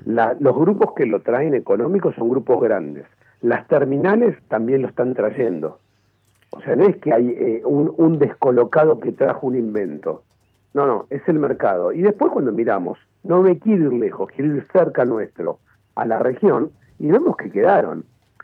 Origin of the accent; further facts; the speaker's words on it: Argentina; como somos argentinos aceleramos mucho más rápido para poder superarlos.